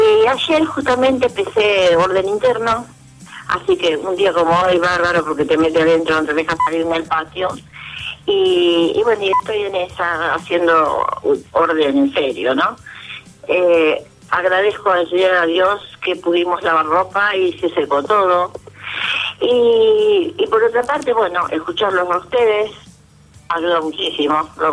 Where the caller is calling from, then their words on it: San Lorenzo, Santa Fe, Argentina; de San Lorenzo, como digo siempre.